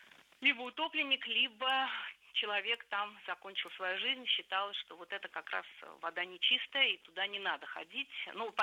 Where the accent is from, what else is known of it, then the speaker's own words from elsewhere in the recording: Moscow, Russia; я москвичка